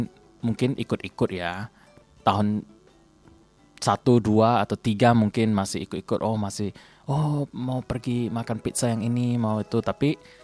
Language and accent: Indonesian; Indonesia